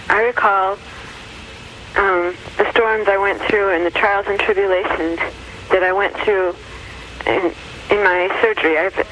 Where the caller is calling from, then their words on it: Illinois, United States; I'm from a suburb of Chicago, Illinois.